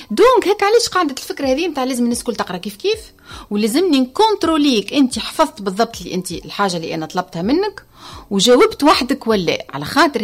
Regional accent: Tunisia; احنا اللي عندنا في تونس

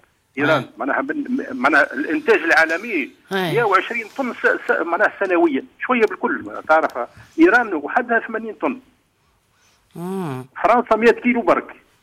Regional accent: Tunisia; في تونس عندنا

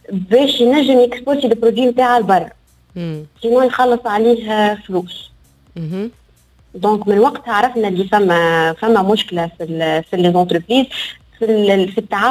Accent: Tunisia

